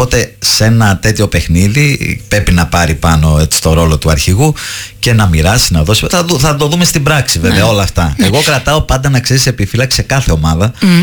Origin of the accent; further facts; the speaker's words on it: Greece; Είναι το ταπεραμπέντο μας σαν Έλληνες.